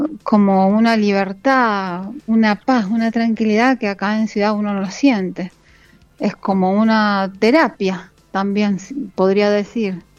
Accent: Luján de Cuyo, Mendoza, Argentina; yo hago deporte acá en el Polideportivo de Luján de Cuyo, soy acá de Luján.

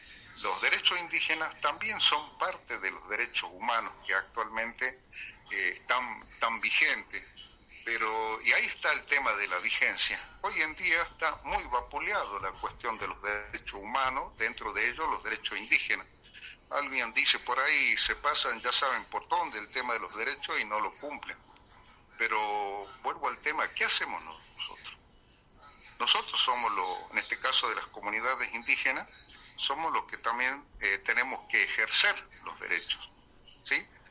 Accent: Jujuy, Argentina; Nosotros desde nuestra comunidad indígena de Angosto del Perchel

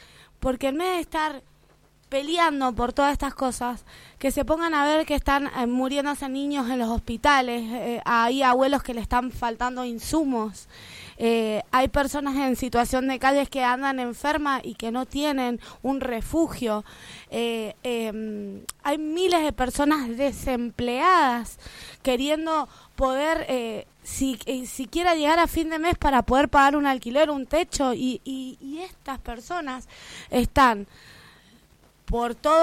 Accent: Argentina; Porque nosotros siendo argentinos, luchamos por tener un techo, luchamos por tener un lugar

